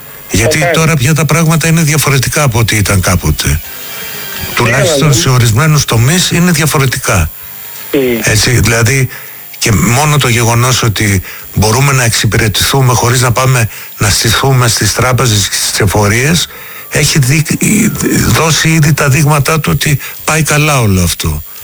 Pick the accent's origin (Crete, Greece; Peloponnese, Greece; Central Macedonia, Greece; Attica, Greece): Crete, Greece; Chania; εγώ είμαι από τα Χανιά.